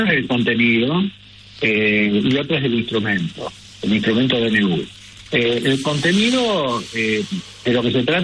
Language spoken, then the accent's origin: Spanish; Argentina; sentimiento de nacionalidad que tiene que ver con nuestros símbolos patrios y con nuestra dignidad como argentinos.